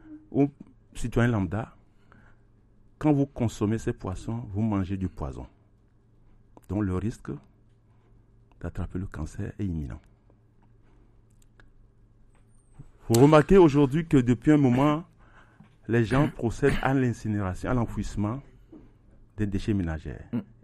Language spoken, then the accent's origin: French; Togo; born there; moved away as an adult; also born or lived in Germany / France; now in Lomé, Togo; Je suis né au Togo. J'ai quitté le Togo quand j'avais 23 ans.